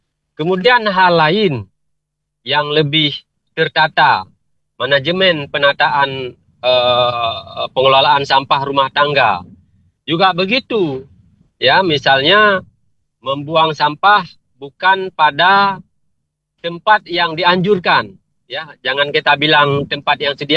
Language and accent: Indonesian; Lhokseumawe, Aceh, Indonesia; sebagai warga Kota Loksmawe